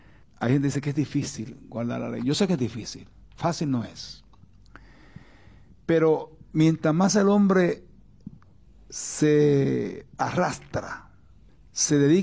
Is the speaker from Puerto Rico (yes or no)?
yes; Quebradillas, Puerto Rico; born there; moved away